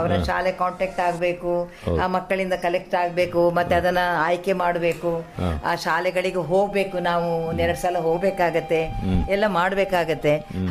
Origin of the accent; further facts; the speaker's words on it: Karnataka, India; ಆದ್ರೆ ನಮ್ಮ ಊರಲ್ಲಿ ಈ ಬೋಳೂರಲ್ಲಿ ಹುಡುಗಿಯರಿಗಾಗಿ ಯಕ್ಷಗಾನ ಕಲಿಸೋರು ಯಾರೂ ಇರ್ಲಿಲ್ಲ.